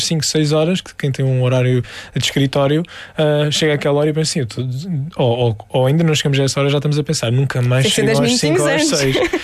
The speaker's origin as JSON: {"language": "Portuguese", "region": "Algarve", "country": "Portugal", "said": "eu sou algarvio"}